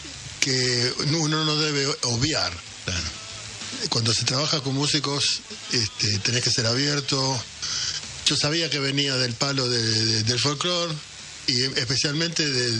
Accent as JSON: {"language": "Spanish", "town": "Quilmes", "region": "Buenos Aires Province", "country": "Argentina", "said": "Lo que pasa es que fuimos una banda importante que salió de Quilmes e hicimos cosas maravillosas"}